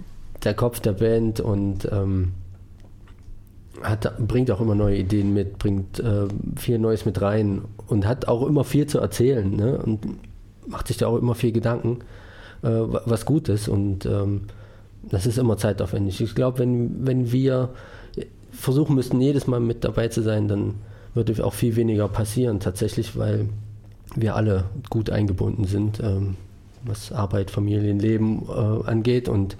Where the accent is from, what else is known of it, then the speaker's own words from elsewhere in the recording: Thuringia, Germany; Ich komme ursprünglich aus dem Eichsfeld